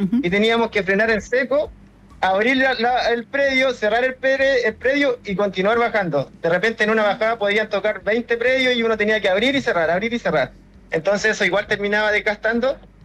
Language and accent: Spanish; Chile; ya voy de regreso a Chile, que a pesar de que acá es un país hermoso, pero bien. Extraño mis raíces y ya voy de vuelta.